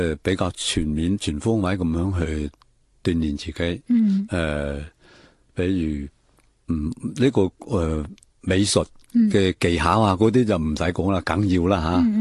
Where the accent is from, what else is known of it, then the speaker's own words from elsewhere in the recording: Shunde, Guangdong, China; 本来我就系岭南水乡嘅土生土长嘅，系一员，所以佢按照计，你个地缘同埋你个血缘啊，都系属于呢块土地嘅，呢块热土嘅。